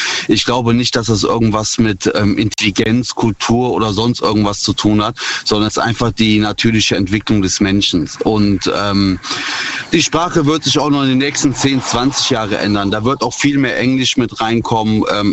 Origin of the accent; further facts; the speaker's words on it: North Rhine-Westphalia, Germany; Ich bin aus der Nähe von Bonn.